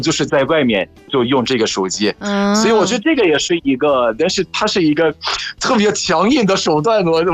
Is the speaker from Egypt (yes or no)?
yes; Egypt; Chinese is a second language; ，拜拜。